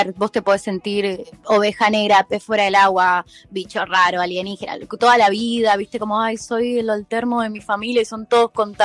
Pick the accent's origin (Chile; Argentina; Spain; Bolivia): Argentina; San Luis; moved away as an adult; now in Buenos Aires, Argentina; yo soy de San Luis, soy de provincia, estoy hace 5 años en la ciudad, en la gran ciudad, en Buenos Aires